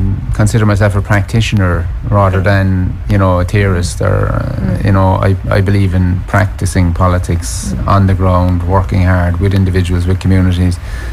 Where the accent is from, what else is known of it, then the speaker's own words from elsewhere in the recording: Cork, Munster, Ireland; Growing up in Cork